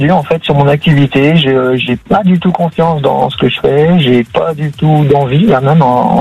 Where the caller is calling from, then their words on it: Niort, Nouvelle-Aquitaine, France; Des Deux-Sèvres.